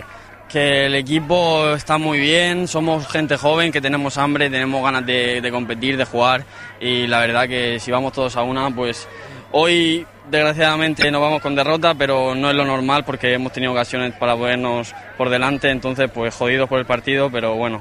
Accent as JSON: {"language": "Spanish", "region": "Valencian Community", "country": "Spain", "lives_now": "Murcia, Spain", "said": "Águilas, que es Murcia, llevo 2 años ahí en Murcia. A lo mejor se me ha pegado un poco el acento, pero yo soy cerca de Alicante."}